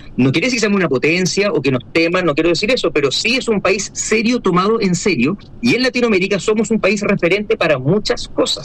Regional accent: Chile; Sí, somos todos chilenos, todos queremos lo mejor

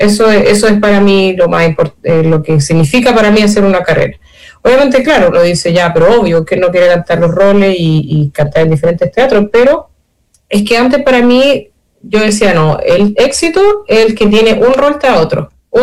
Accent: Chile; como chilena me encantaría cantar en Chile, aquí en Santiago

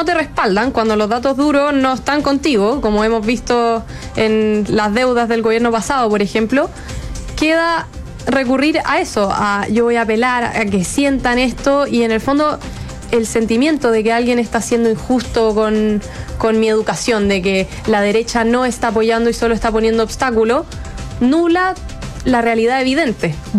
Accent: Chile; esta violencia no somos los estudiantes de Chile

